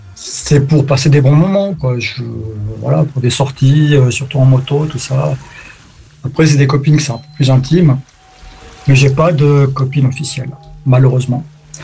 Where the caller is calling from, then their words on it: Switzerland; Voilà, sinon, bon, ben moi je suis en Suisse